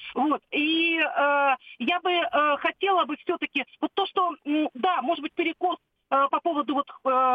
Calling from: Moscow Oblast, Russia; Я из Подмосковья.

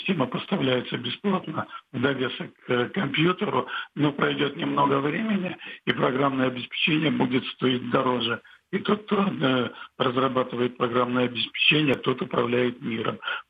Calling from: Vladivostok, Primorsky Krai, Russia; из Владивостока, столица Приморского края.

